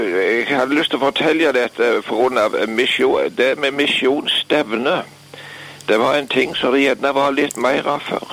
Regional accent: Varhaug, Rogaland, Norway; Men jeg husker hjemme på Varhaus

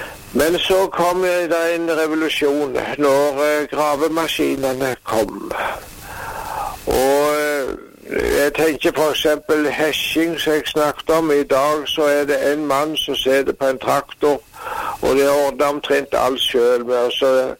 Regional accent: Jæren, Rogaland, Norway; Jæren der jeg vokste opp.

